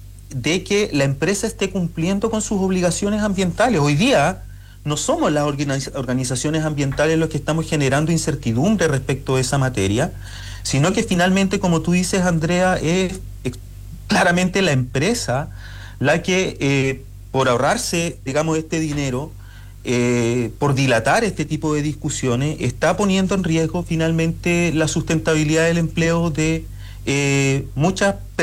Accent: Mañihuales, Aysén, Chile; yo soy de Mañiguales, mi papá era también trabajador minero

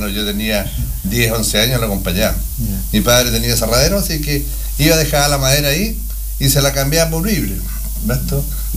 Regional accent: Chile; born there; Y yo nací al frente, en Colón 50.

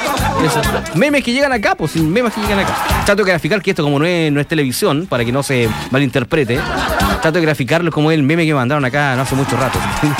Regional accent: Chile; somos los chilenos

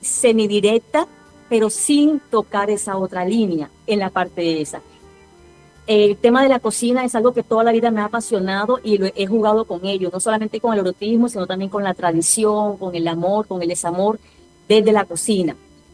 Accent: Caribbean Region, Colombia; born there; now in Barranquilla, Colombia; yo no soy barranquillera, yo nací en la Sabana del Caribe, pero esta es mi segunda patria. Soy hija adoptiva de Barranquilla, pero amo esta ciudad como ustedes no se imaginan.

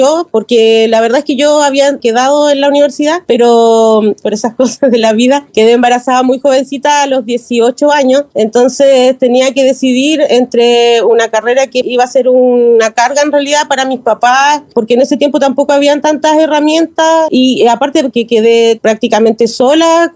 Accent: Valdivia, Los Ríos, Chile; yo soy de Valdivia, nací y criada acá en la ciudad de Valdivia. Mi vida ha estado acá en la región de Los Ríos.

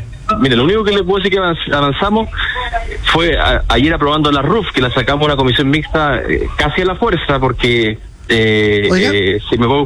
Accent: Magallanes, Chile; Entonces yo estoy cansado, uno como chileno, pero además como magallánico, con el manoseo que se ha dado Estrecho Magallanes.

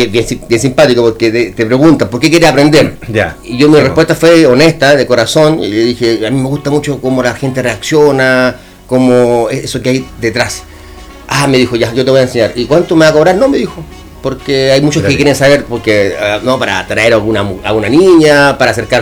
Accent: Palmilla, O'Higgins, Chile; also born or lived in San José del Carmen del Huique; nacido y criado en Palmilla, en la zona.

